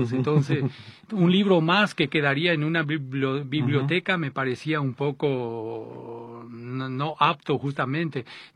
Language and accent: Spanish; Paraguay; moved away as an adult; also born or lived in France; now in Bolivia; Estoy de paso por Paraguay porque vivo en Bolivia, pero me crié en Paraguay. Soy francés, nacido en Francia, pero como digo, me crié en Paraguay.